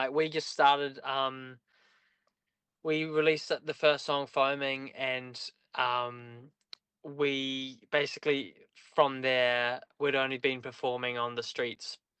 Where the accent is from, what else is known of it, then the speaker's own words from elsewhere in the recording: New Zealand; also born or lived in Australia; Well, it's interesting growing up in New Zealand and Australia.